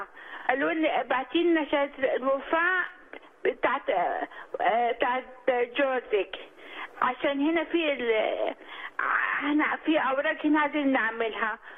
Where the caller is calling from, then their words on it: Australia; انا بنت الرب من استراليا.